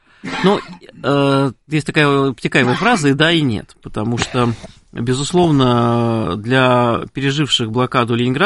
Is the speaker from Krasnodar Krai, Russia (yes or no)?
no; Moscow, Russia; все-таки я москвич